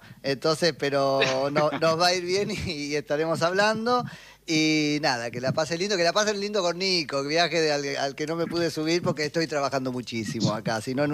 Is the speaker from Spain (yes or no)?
no; Argentina; Recordaste que somos argentinos.